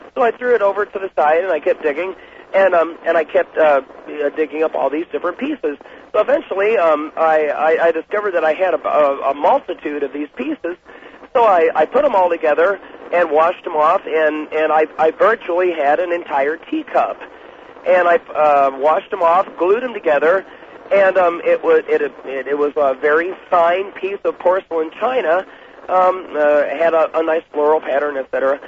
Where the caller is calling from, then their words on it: Columbia, Missouri, United States; I'm calling from Columbia, Missouri.